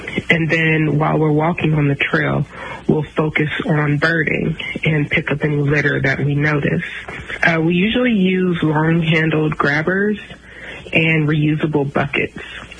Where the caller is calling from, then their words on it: Atlanta, Georgia, United States; I'm from Atlanta, Georgia.